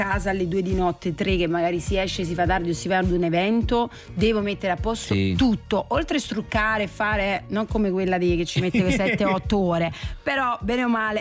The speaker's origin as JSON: {"language": "Italian", "town": "Naples", "region": "Campania", "country": "Italy"}